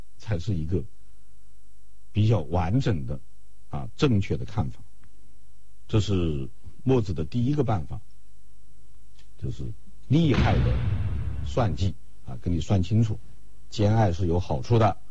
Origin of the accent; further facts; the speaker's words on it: China; 用我们中国人通常说的一句话来总结